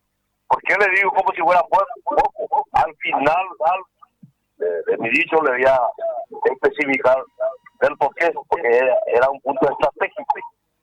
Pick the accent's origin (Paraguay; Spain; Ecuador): Paraguay